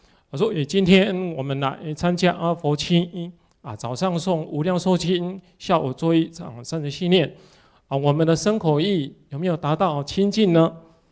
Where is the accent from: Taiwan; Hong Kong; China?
Taiwan; 我们台湾人